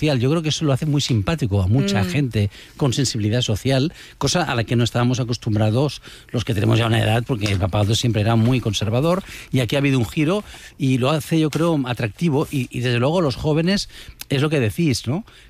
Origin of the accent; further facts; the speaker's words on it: Barcelona, Catalonia, Spain; Yo como barcelonés... ten presente que vivo no muy lejos de la Sagrada Familia